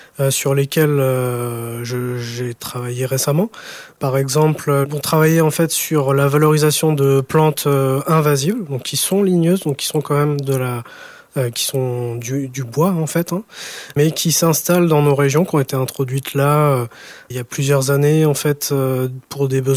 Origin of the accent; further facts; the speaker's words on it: Reims, Grand Est, France; moved away as an adult; now in Alès, France; À la base, je suis champenois, je suis de Reims